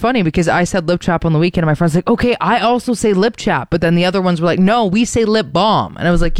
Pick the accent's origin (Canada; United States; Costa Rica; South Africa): Canada; Ontario; moved away; Because I'm from Ontario originally, and I say lip chap.